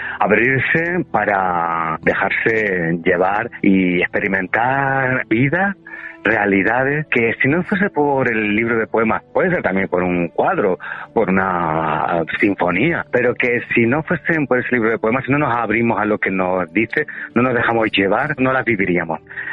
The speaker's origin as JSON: {"language": "Spanish", "town": "Granada", "region": "Andalusia", "country": "Spain", "said": "soy granadino"}